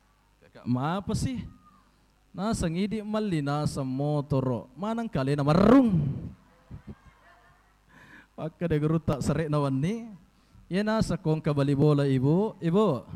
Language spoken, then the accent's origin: Indonesian; Belawa, South Sulawesi, Indonesia; born or raised there; now in Pinrang, Indonesia